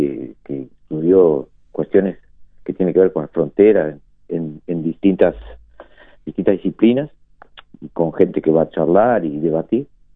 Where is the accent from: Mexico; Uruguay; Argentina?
Uruguay; Somos gente de Cerro Largo, de Rivera y Artigas.